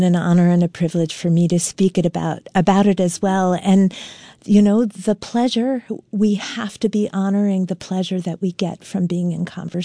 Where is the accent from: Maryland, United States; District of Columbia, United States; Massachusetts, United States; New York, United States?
New York, United States; I mean, I'm not born and raised here. I'm a New Yorker. I came up here this summer of 2000